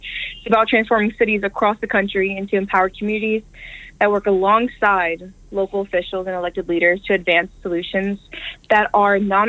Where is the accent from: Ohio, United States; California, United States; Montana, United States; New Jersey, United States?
New Jersey, United States; Perth Amboy; born and raised in New Jersey. I'm actually from Perth Amboy.